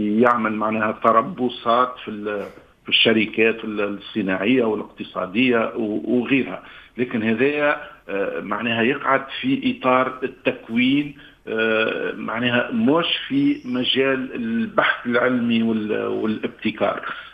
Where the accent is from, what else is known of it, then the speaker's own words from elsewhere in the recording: Tunisia; احنا في تونس